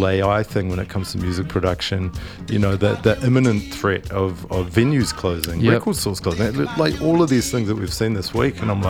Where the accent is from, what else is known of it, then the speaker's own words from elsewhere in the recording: Christchurch, Canterbury, New Zealand; now in Auckland, New Zealand; I grew up down south in Christchurch, moved here. I mean, I've lived more than, you know, I'm an Aucklander.